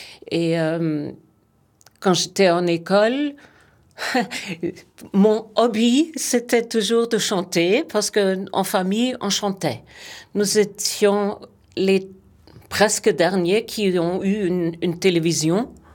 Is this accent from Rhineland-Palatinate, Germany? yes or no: no; Würzburg, Bavaria, Germany; French is a second language; moved away as an adult; also born or lived in Mannheim / Dortmund / Hanover / Stuttgart; now in Munich, Germany; dans ma ville natale, Würzburg.